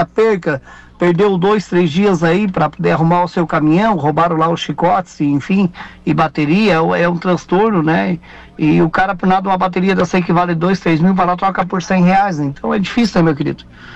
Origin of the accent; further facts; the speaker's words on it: Balneário Gaivota, Santa Catarina, Brazil; eu sou nascido e criado aqui em Balneário Gaivota